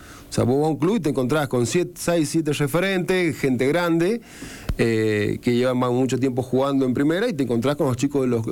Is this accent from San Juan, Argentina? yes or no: yes; Chimbas, San Juan, Argentina; now in Rawson, Argentina; Yo soy de Chimba, vivo ahí en el barrio Parque Independencia, bueno, hoy no vivo en Rawson, pero me he criado ahí